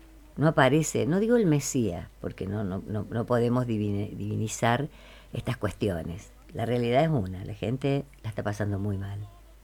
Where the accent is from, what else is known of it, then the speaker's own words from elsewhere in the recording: San Luis, Argentina; Los argentinos, yo soy argentina